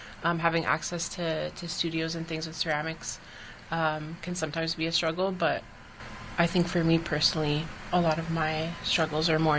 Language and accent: English; Windsor, Ontario, Canada; I'm based in Windsor as well. I'm Lebanese originally, but have basically lived here most of my life, have grown up here